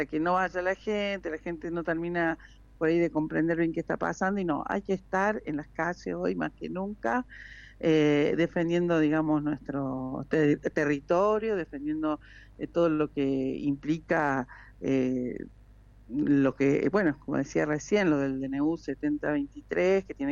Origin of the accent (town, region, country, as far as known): Argentina